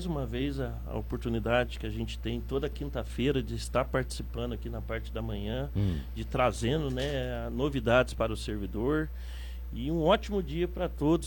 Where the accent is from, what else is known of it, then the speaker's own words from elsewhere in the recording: Cunha, São Paulo, Brazil; Eu vim de uma outra cidade, eu vim lá da cidade de Cunha.